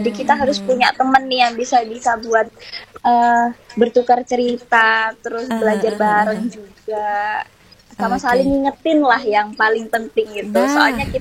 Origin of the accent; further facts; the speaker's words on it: Lamongan, East Java, Indonesia; now in Surabaya, Indonesia; Dan saya dari Lamongan. Sekarang tinggalnya di Surabaya.